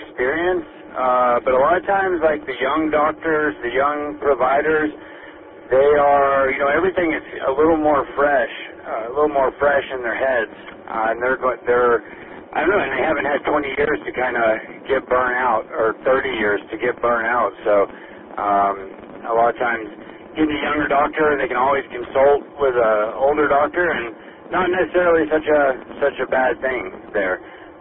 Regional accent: Chattanooga, Tennessee, United States; moved away; until I moved from Chattanooga, I'm from Chattanooga, Tennessee

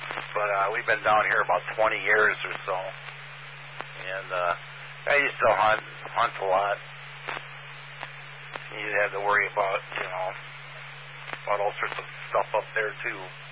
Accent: Wisconsin, United States; moved away as an adult; I'm originally from Wisconsin, and my wife is originally from Minnesota, so kind of used to the woods. But we've been down here about 20 years or so.

